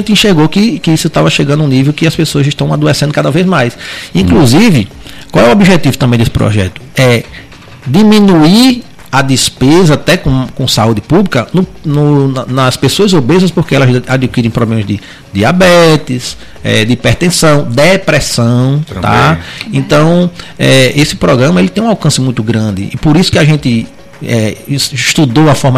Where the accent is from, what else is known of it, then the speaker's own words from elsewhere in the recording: Natal, Rio Grande do Norte, Brazil; born there; moved away as an adult; now in Pedra Grande, Brazil; sou natalense de nascimento e pedagrandense de coração.